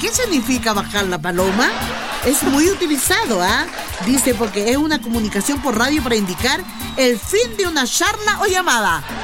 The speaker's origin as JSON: {"language": "Spanish", "country": "Chile", "said": "Como buen chileno a última hora."}